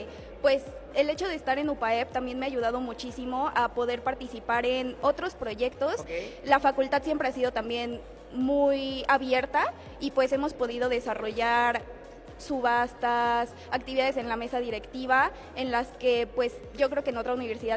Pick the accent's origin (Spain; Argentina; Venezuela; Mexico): Mexico; Mexico City; now in Puebla, Mexico; Yo soy de Ciudad de México.